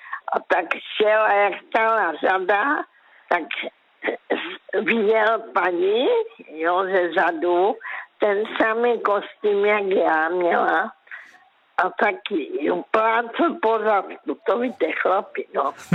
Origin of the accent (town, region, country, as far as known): Karolinka, Zlín Region, Czechia